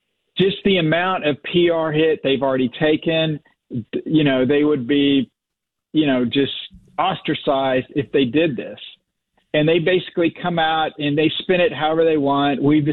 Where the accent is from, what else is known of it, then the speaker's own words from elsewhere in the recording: Oklahoma, United States; but I grew up in Oklahoma.